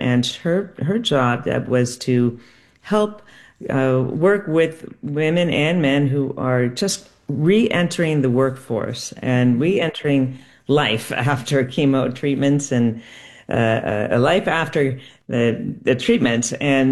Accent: Connecticut, United States; now in Burlington, United States; And, you know, I grew up sailing in Connecticut.

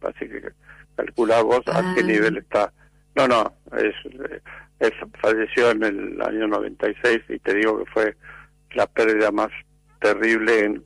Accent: La Quiaca, Jujuy, Argentina; born there; nací en La Quiaca, quiere que le diga, soy jujeño.

